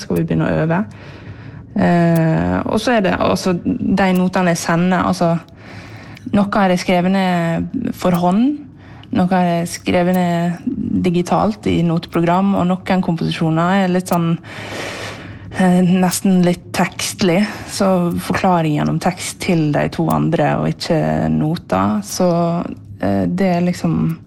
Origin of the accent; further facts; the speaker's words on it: Ålesund, Møre og Romsdal, Norway; moved away; hjemme i Ålesund efter att jag flyttade därifrån